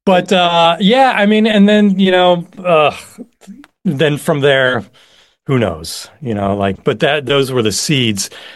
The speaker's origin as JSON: {"language": "English", "town": "Cincinnati", "region": "Ohio", "country": "United States", "tie": "born or raised there", "also_born_or_lived": "Columbus, Ohio", "moved": "as an adult", "lives_now": "Chicago, United States", "said": "I was born and raised in Cincinnati until the time of college, basically. And then I had back and forth college career in Cincinnati, Columbus. I ended up graduating from University of Cincinnati. And then moved back to Columbus."}